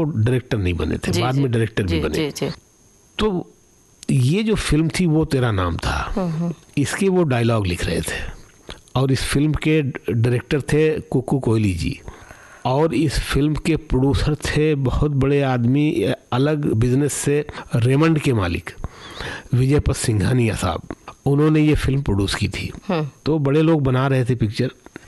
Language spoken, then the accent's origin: Hindi; Surat, Gujarat, India; now in Mumbai, India; तो मैं सूरत से मुंबई आ गया 2001 फरवरी में